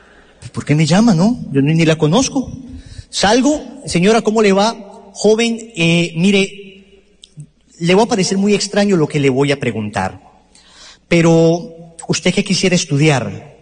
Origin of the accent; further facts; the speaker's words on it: Colombia; Me parecía, decimos en Colombia, en mi tierra, la repetición de la repetidera.